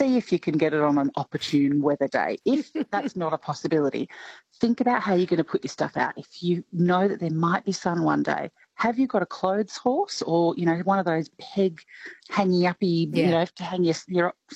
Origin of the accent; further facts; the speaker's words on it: Victoria, Australia; also born or lived in Queensland; I had to mention I was from Queensland for 30 years but moved back home to Victoria now because of the heat.